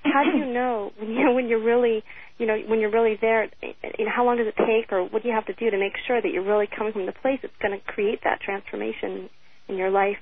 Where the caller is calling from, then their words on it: Los Angeles, California, United States; I'm calling from West L.A.